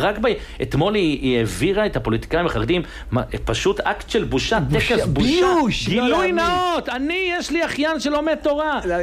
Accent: Jerusalem, Jerusalem District, Israel; אני בתור ילד ירושלמי, זוכר את ההפגנות בבר אילן

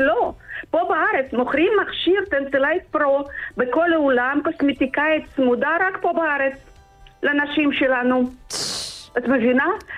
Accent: Moscow, Russia; moved away as an adult; now in Israel; כשאני עליתי לארץ לפני 35 שנה, הייתי בחורה צעירה וכולי וכולי, אבל רגליים, ידיים וכל האזורים היו בלי שיער מרוסיה, כמעט מסיביר, ממוסקבה.

